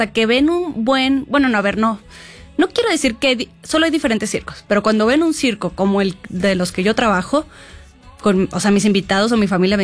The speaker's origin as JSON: {"language": "Spanish", "town": "Monterrey", "region": "Nuevo León", "country": "Mexico", "moved": "yes", "said": "porque yo soy de Monterrey, tengo uh-huh. 16 años acá, y el circo que llegaba a Monterrey"}